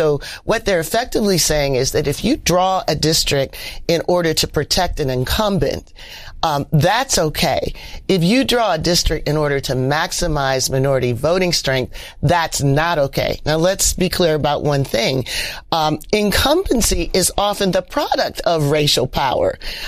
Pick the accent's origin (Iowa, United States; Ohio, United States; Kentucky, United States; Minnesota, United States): Ohio, United States; Canton; I grew up in Canton, Ohio, an industrial town in the Midwest on its way from the South to Chicago and Detroit.